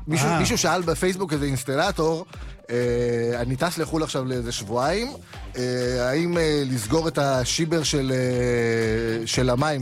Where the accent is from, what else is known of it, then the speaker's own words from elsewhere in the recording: Yavne, Central District, Israel; אצלנו ביבנה